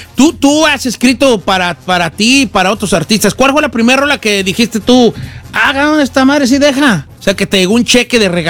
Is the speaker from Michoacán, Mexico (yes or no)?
yes; Michoacán, Mexico; Pero yo soy de un rancho. No. Soy de un pueblo chico. Nunca lo he dicho. Ah, soy de Michoacán, de acá del lado de Michoacán. Muy cerca de Guadalajara, por cierto.